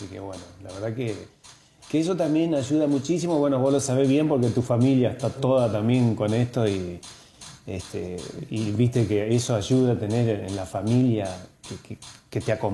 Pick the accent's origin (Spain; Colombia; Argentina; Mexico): Argentina; born there; now in Santa Fe, Argentina; mis primeras vivencias, digamos, fue en el campo, rodeado de las plantas, del monte ahí, nativo